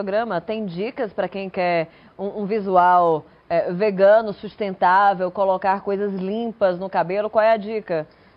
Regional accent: Northeast Region, Brazil; Porque eu sou lá do Nordeste.

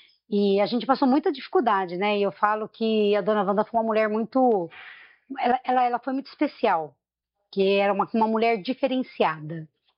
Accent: Jacareí, São Paulo, Brazil; moved away as an adult; now in Águas, Brazil; eu não sou daqui de Águas, eu sou de Jacareí, né? Eu sou de Jacareí. Eu cheguei aqui em 95 para 96. Eu chegando aqui, eu cheguei em maio

